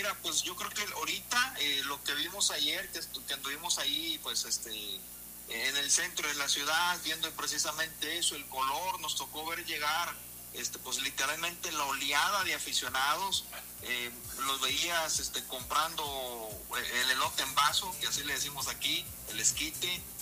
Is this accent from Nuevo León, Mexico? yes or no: yes; Monterrey, Nuevo León, Mexico; Como sede, pues soy regio